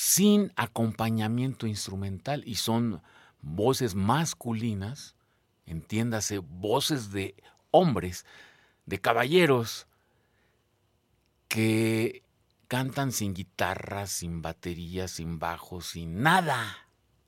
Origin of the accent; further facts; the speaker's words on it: Mexico; así como somos los mexicanos